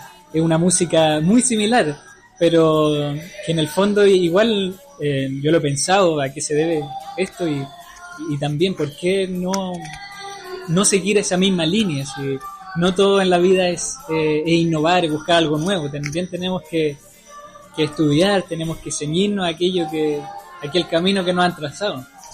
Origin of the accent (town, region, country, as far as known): Quiriquina, Ñuble, Chile